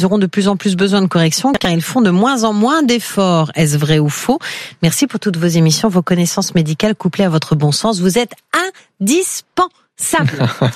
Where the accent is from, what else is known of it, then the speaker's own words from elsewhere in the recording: Normandy, France; Ah bah, je suis normande.